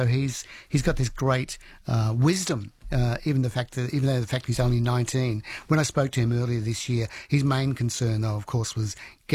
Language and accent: English; Lismore, New South Wales, Australia; I spoke to a young man only recently in my hometown of Lismore in northern New South Wales